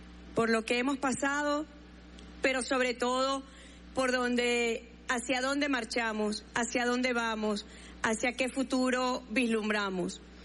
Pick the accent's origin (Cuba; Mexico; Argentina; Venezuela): Venezuela; habla mucho de lo que somos los venezolanos y las venezolanas, que somos capaces en las peores de las dificultades, de los peores de los momentos, recuperarnos, sobreponernos y avanzar.